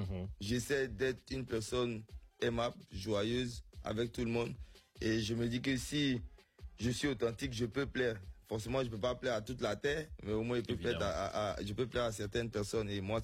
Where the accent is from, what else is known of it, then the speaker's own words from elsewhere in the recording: Abidjan, Côte d’Ivoire; moi, j'ai grandi à Cocody, au Val d'Ouen 2, qui est un quartier bien tranquille.